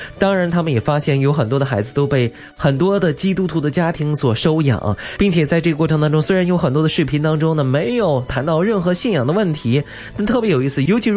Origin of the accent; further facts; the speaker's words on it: China; 我们中国人